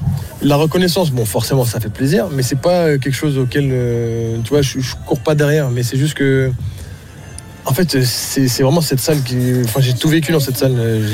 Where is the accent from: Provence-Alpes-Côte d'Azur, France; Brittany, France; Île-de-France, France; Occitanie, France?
Île-de-France, France; Charenton-le-Pont; moi, déjà, je suis de Charenton